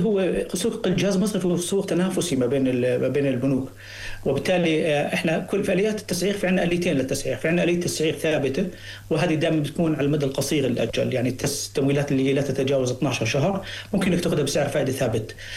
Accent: Jordan; عندنا في الاردن

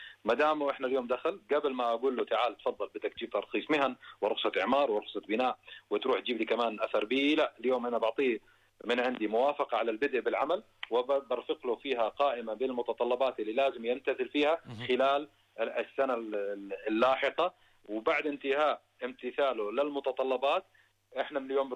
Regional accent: Jordan; إحنا كانت عندنا بالأردن

